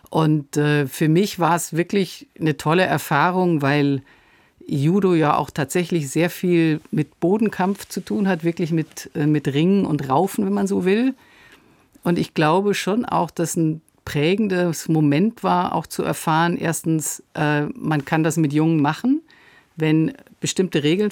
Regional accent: Munich, Bavaria, Germany; Schwabing. Ich bin am Luitpoldpark aufgewachsen.

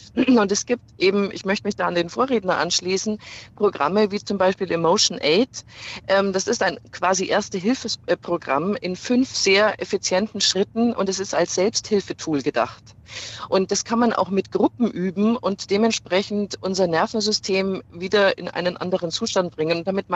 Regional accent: Regensburg, Bavaria, Germany; Regensburg ist stark vertreten. Ich komme auch aus

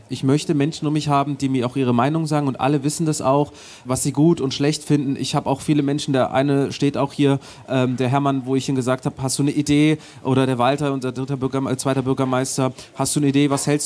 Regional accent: Germany; Also meine Eltern, die sind in der Türkei geboren, waren auch als Jugendliche da. Ich bin aber in Deutschland geboren, aufgewachsen. Ich kenne kein anderes Leben, ich kenne keine andere Sozialisierung

